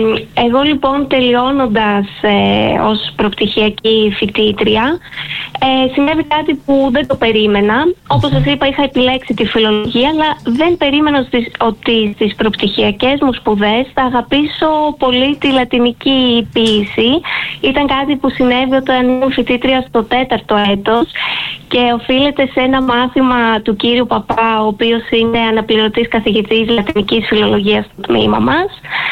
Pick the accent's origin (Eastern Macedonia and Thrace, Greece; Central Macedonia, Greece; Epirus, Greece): Epirus, Greece; Ioannina; Επειδή κατάγομαι και από τα Γιάννενα, επέλεξα το τμήμα του Πανεπιστημίου Ιωαννίνων.